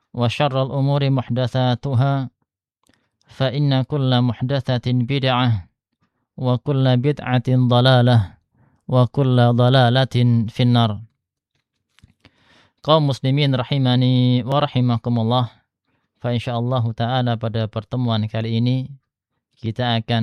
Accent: Sragen, Central Java, Indonesia; also born or lived in Jember; now in Perawang, Indonesia; Kalau ana aslinya dari Sragen.

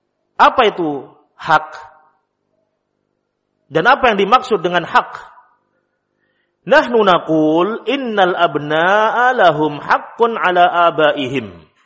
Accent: Java, Indonesia

